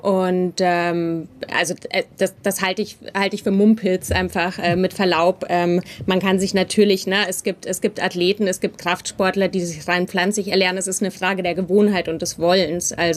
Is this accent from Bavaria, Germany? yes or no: yes; Bavaria, Germany; Ich selbst bin auch mit Fleisch groß geworden. Ich bin in Bayern aufgewachsen. Ich bin mit all diesen Dingen groß geworden.